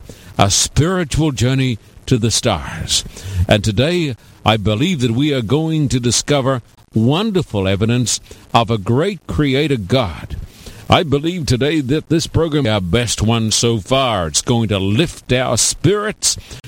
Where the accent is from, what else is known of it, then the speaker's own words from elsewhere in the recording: Australia; moved away; even since I was knee-high to a grasshopper back home in Australia, home on the range.